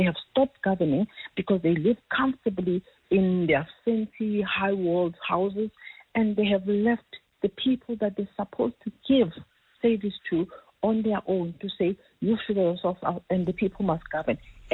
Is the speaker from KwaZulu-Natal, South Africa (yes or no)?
no; Yeoville, Gauteng, South Africa; I mean, if you go to Yeovil, I grew up in Yeovil. Yeovil says nothing about South Africa.